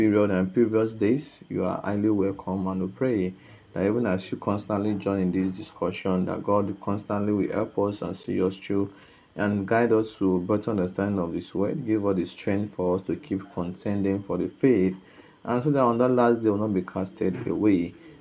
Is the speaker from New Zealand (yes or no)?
no; Okada, Edo, Nigeria; So once again … from Okada Town, Edo State, Nigeria.